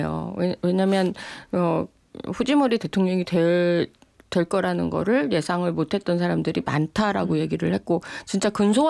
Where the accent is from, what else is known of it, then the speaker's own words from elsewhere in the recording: South Korea; 제가 굉장히 한국 사람으로서 자랑스럽기는 하지만